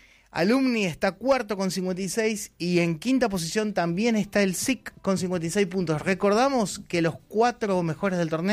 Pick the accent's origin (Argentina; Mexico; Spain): Argentina; Posadas, Misiones; moved away; nos criamos juntos en Posadas Misiones.